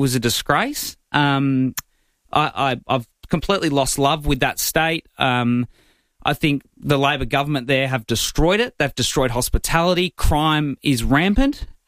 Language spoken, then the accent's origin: English; Macedon Ranges, Victoria, Australia; Macedon Ranges.